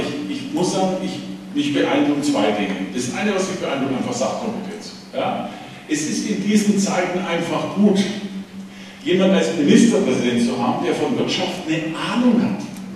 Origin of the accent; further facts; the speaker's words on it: Saxony, Germany; aber ich bin aus Sachsen, ich hoffe, das ist okay.